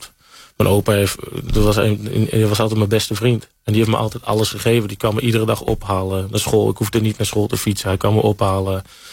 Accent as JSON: {"language": "Dutch", "region": "Utrecht", "country": "Netherlands", "tie": "born or raised there"}